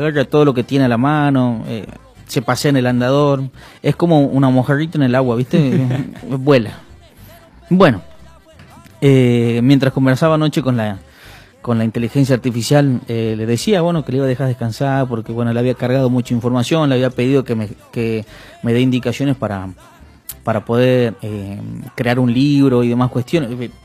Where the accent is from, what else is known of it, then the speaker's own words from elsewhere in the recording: Tucumán, Argentina; nosotros como tucumanos